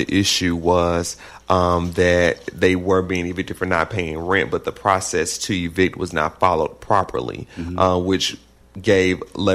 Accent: Memphis, Tennessee, United States; I am, and I'm sure we'll get into it, but I'm from Memphis, Tennessee.

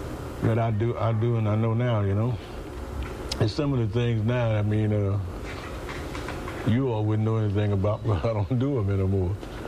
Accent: Bogalusa, Louisiana, United States; born there; I was born in Bugaloosa.

